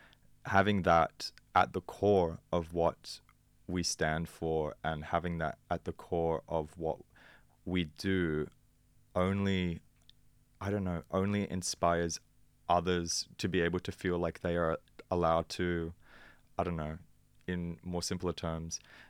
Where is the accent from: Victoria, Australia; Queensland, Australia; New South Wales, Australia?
New South Wales, Australia; Sydney; I mean, I'm originally from Southwest Sydney